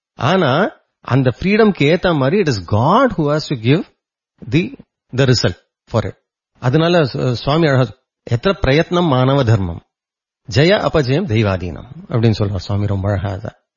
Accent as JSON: {"language": "Tamil", "town": "Chennai", "region": "Tamil Nadu", "country": "India", "tie": "born or raised there", "also_born_or_lived": "Madurai / Salem", "said": "நான் வந்து 1967 19 அக்டோபர் வந்து சென்னையில பிறந்தேன். அதுக்கப்புறம் வந்து மதுரை, சேலம், அகெயின் மதுரை, அப்புறம் சென்னை, இங்கதான் என்னோட லைஃபே நடந்தது 10th வரைக்கும்."}